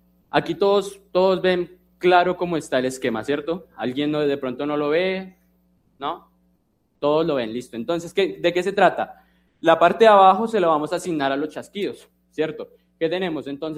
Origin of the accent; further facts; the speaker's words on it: Bogotá, Bogotá Capital District, Colombia; yo soy Rolo